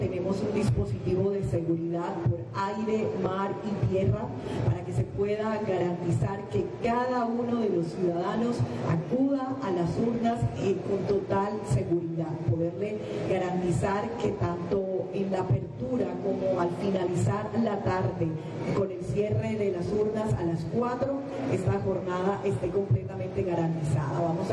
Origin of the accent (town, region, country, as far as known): Colombia